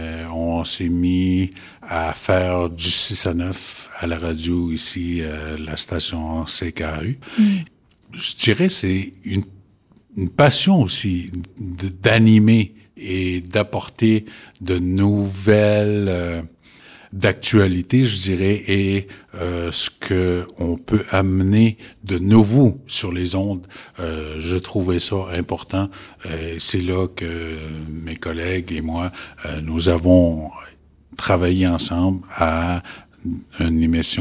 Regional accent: Uashat mak Mani-utenam, Quebec, Canada; moved away as an adult; now in Matimekosh, Canada; Je suis originaire de Ouachat Mac Malyotenam. Oui, je viens d'ici et j'ai déménagé à Matchmekosh récemment, oui.

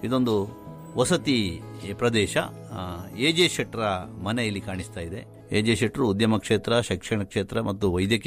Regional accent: Mangalore, Karnataka, India; ಆದರೂ ಮಂಗಳೂರಿನ ಪೇಟೆಯ ಪರಿಚಯ ಪೂರ್ತಿ ಮಾಡಿಕೊಳ್ಳಲಿಕ್ಕೆ ಸಾಧ್ಯ ಆಗಲಿಲ್ಲ. ಅಷ್ಟು ವಿಸ್ತಾರವಾಗಿದೆ ನೋಡಿ ನಮ್ಮ ಊರು.

